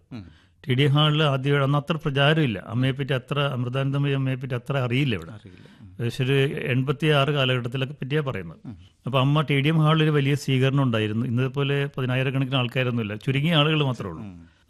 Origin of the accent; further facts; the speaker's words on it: Kochi, Kerala, India; ഞാൻ പഠിച്ചതും വളർന്നതും ഒക്കെ എറണാകുളമാണ് എൻ്റെ നഗരം. എറണാകുളത്ത് മരസ് കോളേജിലാണ് പഠിച്ചത്.